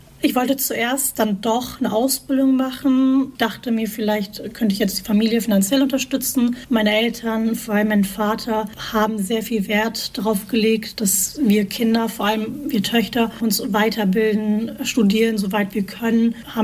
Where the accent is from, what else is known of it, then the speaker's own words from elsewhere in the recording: Turkey; now in Germany; Weil nicht nur, weil ich eine Kurdin bin und das generell ein schwieriges Thema ist, sondern selbst wenn man in der Türkei ist, ist man vielleicht für die Menschen vor Ort eine Kurdin oder Türkin aus Deutschland.